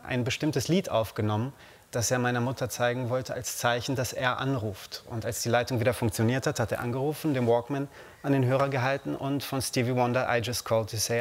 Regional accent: Germany; born there; also born or lived in Romania; Ich war ja 2 Jahre und 8 Monate, als wir nach Deutschland gekommen sind.

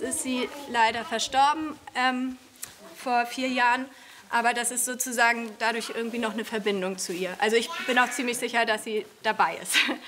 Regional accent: Schleswig-Holstein, Germany; Aber ich bin am Plöner See tatsächlich schon seitdem ich 10 bin zu Hause.

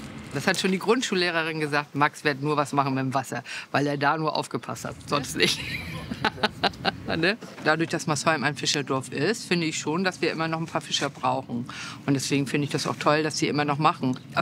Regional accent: Eckernförde, Schleswig-Holstein, Germany; Ich komme ganz aus Eckernförde und da gibt es leider nicht mehr so viele Berufsfischer, beziehungsweise gar nicht.

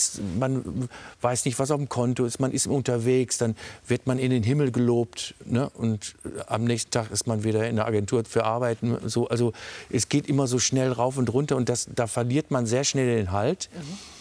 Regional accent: London, United Kingdom; Obwohl, ich komme aus London.

